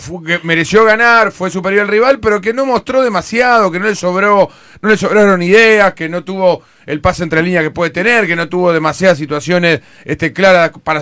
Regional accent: Argentina; Yo soy argentino, no uruguayo.

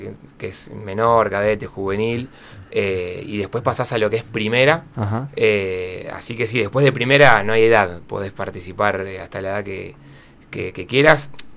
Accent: Bahía Blanca, Buenos Aires Province, Argentina; Yo soy de acá de Bahía, sí.

